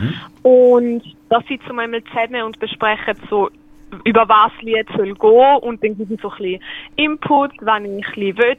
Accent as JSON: {"language": "German", "region": "St. Gallen", "country": "Switzerland", "lives_now": "Uzwil, Switzerland", "said": "Ich komme aus St. Gallen."}